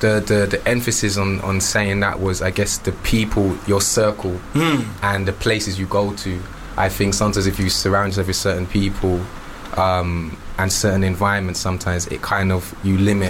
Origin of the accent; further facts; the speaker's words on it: London, United Kingdom; I'm from Hackney.